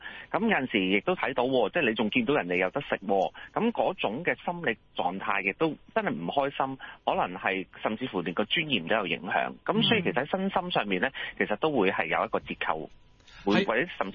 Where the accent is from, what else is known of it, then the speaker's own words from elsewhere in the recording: China; 其实我哋中国人咧，即系正所谓民以食为天啦